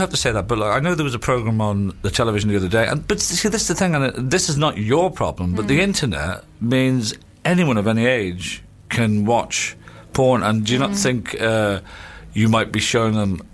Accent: Ireland; I'm Irish

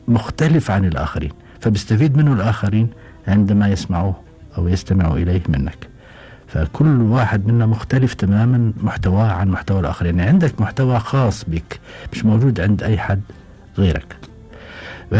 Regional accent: Iraq; وعندنا في العراق معناها يعزل

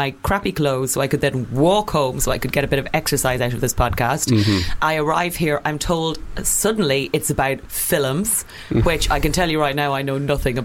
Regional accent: Kildare, Ireland; I grew up in Kildare, which is a very horsey area. It is horsey.

